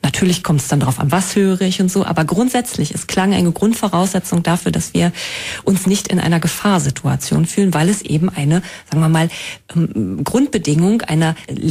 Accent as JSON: {"language": "German", "town": "Halberstadt", "region": "Saxony-Anhalt", "country": "Germany", "tie": "born or raised there", "said": "Ich weiß das zum Beispiel für meine Heimatstadt Halberstadt, dass da die Glocken in ihrem Zusammenspiel eine ganz eigene Tonalität entwickeln."}